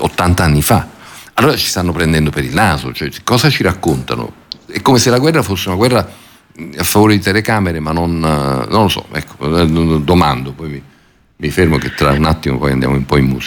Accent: Naples, Campania, Italy; io sono napoletano

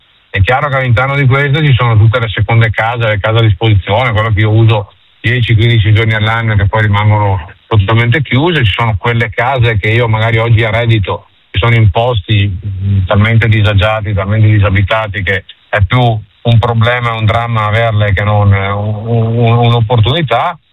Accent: Padua, Veneto, Italy; Io sono padovano

